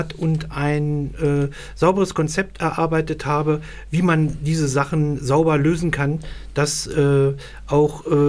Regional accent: Nordhausen, Thuringia, Germany; ich stamme hier aus Nordhausen

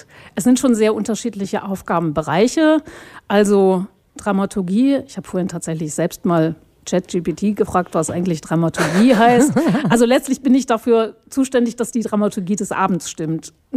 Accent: Bremen, Germany; moved away; Ich komme ursprünglich aus Bremen

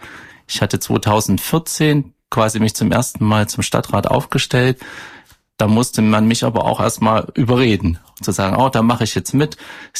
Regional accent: Bad Berka, Thuringia, Germany; ich hatte eine schöne Kindheit in Bad Berka und in der Umgebung und ich möchte meiner Heimat wieder was zurückgeben.

